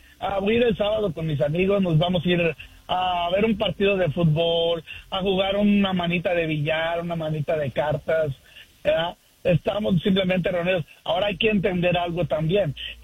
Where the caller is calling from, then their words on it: Sacramento, California, United States; aquí de Sacramento … buenos días a todos. Y arriba Michoacán.